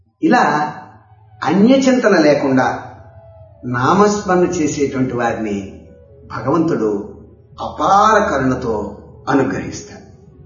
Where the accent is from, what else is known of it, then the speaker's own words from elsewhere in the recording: Kolamuru, Andhra Pradesh, India; 1963 నా చిన్నతనం. రాజమహేంద్రికి సమీపంలో ఉన్నటువంటి మా స్వగ్రామం కోలమూరు.